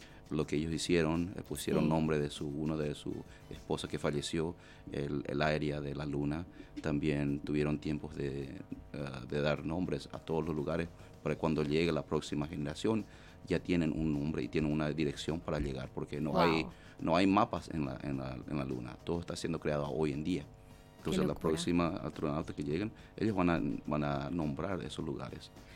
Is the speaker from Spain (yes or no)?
no; Paraguay; now in United States; de chiquito, a los 5, en Paraguay